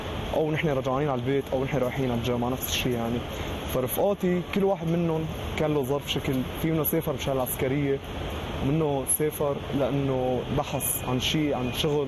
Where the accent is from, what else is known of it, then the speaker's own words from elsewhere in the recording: Aleppo, Aleppo Governorate, Syria; من حلب، عمري 21 سنه، بدرس ادب انجليزي سنه ثالثه.